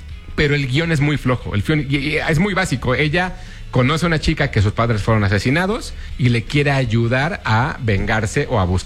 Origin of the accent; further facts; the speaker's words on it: Coyoacán, Mexico City, Mexico; Yo de Coyacán, de la del Carmen, Coyacán.